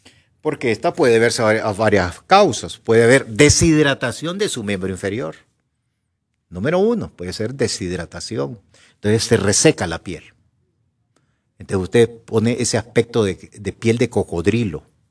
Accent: La Trinidad, Comayagua, Honduras; El otro día platicaba yo con unos niños de allá de mi pueblo, la Trinidad Comayagua.

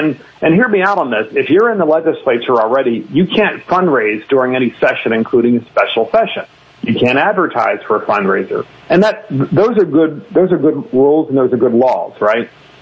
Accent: Baltimore, Maryland, United States; I do represent Calvert County, but I was born and raised in Baltimore. I'm very proud of that, I'm very proud of being a Baltimore boy.

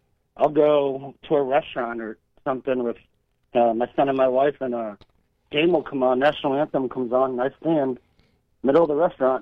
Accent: United States; as American men and women, we have it good over here.

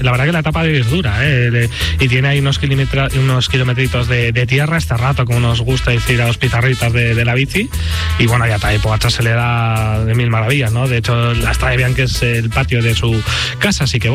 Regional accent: Castilla-La Mancha, Spain; Es verdad que vengo de Castilla-La Mancha, del pueblo, pero bueno, lloviendo y tremendo todo.

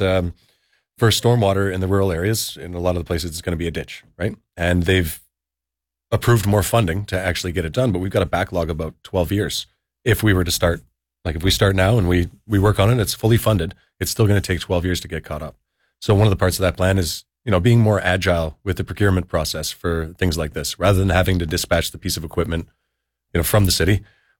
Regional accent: Ottawa, Ontario, Canada; I grew up in Haringate. I've, you know, single mother on welfare.

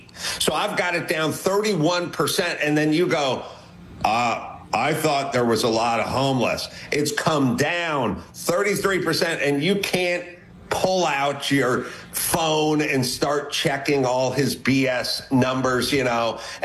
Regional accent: California, United States; I grew up in Southern California.

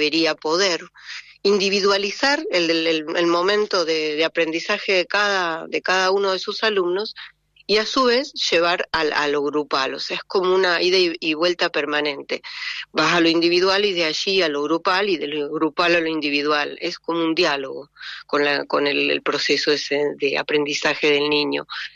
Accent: Bariloche, Río Negro, Argentina; born there; Sí, he tenido abuelos en Viedma, pero mi nací en Bariloche y me desarrollé como docente en lo que le llamamos la línea sur rionegrina

